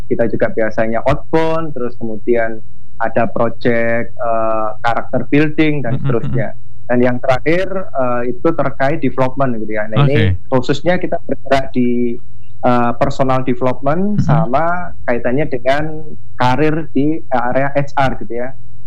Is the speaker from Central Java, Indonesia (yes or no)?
no; Pasuruan, East Java, Indonesia; saya kebetulan dulunya itu di Pasuruan, Mas Ili. Jadi teman-teman dari Pasuruan itu tanya-tanya gitu